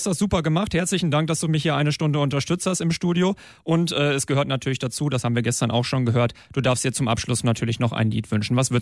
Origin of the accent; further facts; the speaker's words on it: Lippling, North Rhine-Westphalia, Germany; Ich komme aus Lippling.